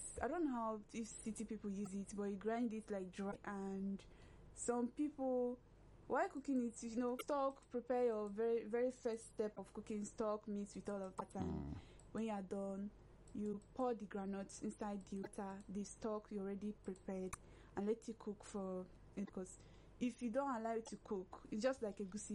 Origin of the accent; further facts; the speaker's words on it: Ebonyi, Nigeria; now in Lagos, Nigeria; I'm from Ohaoku Local Government area in Ebonyi State.